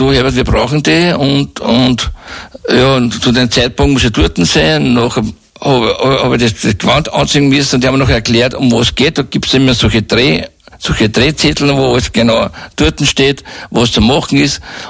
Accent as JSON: {"language": "German", "town": "Untermarkersdorf", "region": "Lower Austria", "country": "Austria", "tie": "born or raised there", "also_born_or_lived": "Hadres", "lives_now": "Seefeld-Kadolz, Austria", "said": "ich bin geboren bin ich in Untermackersdorf aufgewachsen, in Hagsdorf und jetzt in Seefeld. Also gehört das ganze Pulkertal kennen wir."}